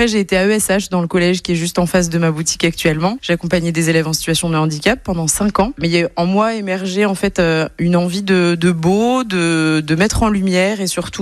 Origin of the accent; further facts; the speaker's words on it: Anglet, Nouvelle-Aquitaine, France; j'ai 38 ans et je suis d'Anglette.